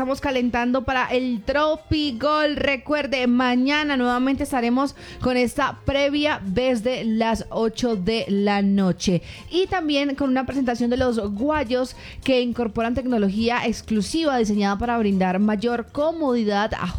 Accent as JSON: {"language": "Spanish", "country": "Colombia", "said": "No, es que yo realmente sí soy consciente que soy colombiana."}